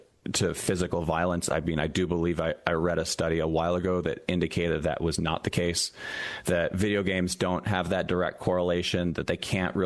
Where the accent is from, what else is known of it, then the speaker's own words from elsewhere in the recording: Massachusetts, United States; I come from Massachusetts myself. I was raised in Massachusetts. I grew up in communities.